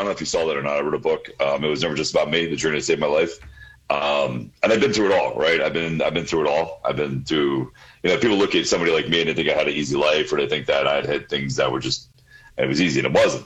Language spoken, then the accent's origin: English; Pennsylvania, United States; Yeah, Pennsylvania. You can say Pennsylvania. I grew up in Pennsylvania, yes.